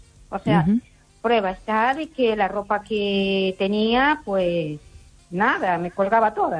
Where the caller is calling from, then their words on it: Ourense, Galicia, Spain; aquí de Orense, ¿sabes?